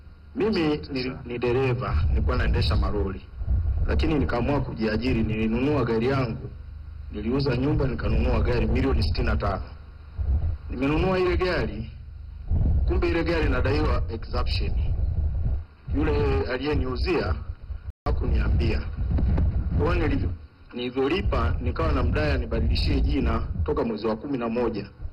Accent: Mbeya, Tanzania; Mimi hapa nimetokea Mbeya.

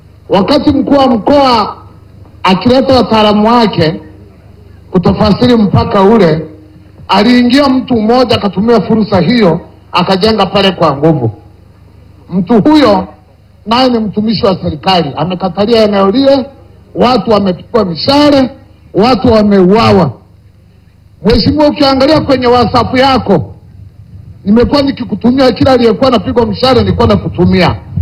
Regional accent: Mekomaliro, Mara, Tanzania; natokea Mekomaliro, nina mambo mawili.

